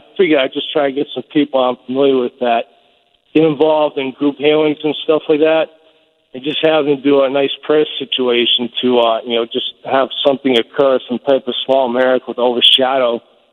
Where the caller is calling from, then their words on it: Massachusetts, United States; I'm from Massachusetts, as you said, and I'm a Christian.